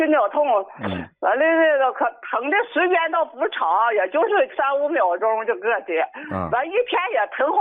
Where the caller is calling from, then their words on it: Shenyang, Liaoning, China; 我是沈阳的